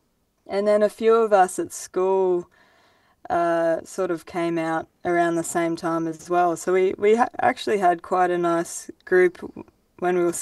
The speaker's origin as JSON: {"language": "English", "town": "Grafton", "region": "New South Wales", "country": "Australia", "tie": "born or raised there"}